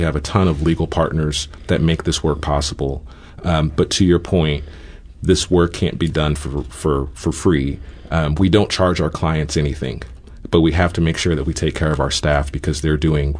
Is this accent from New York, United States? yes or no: no; Missouri, United States; Missouri, however, and it hurts me to say it's my home state